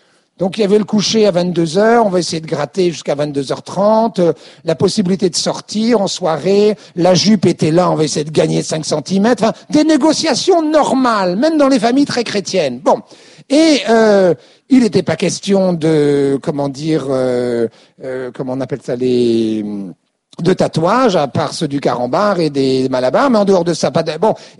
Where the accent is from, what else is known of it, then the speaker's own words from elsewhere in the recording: Quimper, Brittany, France; moi, j'étais en Bretagne quand j'étais enfant, donc à Quimper, Finistère